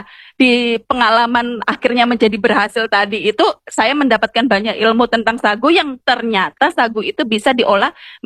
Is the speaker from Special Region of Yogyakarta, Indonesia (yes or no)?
yes; Yogyakarta, Special Region of Yogyakarta, Indonesia; now in Jayapura, Indonesia; saya lahir besar di Jogja, lalu lulus kuliah, langsung merantau ke Papua, jadi saya sudah 15 tahun ini di Jayapura